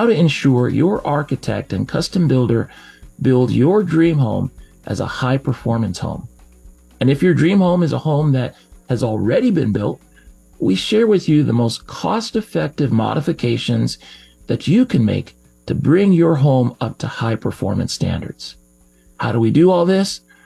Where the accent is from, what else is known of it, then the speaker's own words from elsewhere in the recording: Seattle, Washington, United States; I could tell you that I grew up here in the Seattle area, and pretty much all my life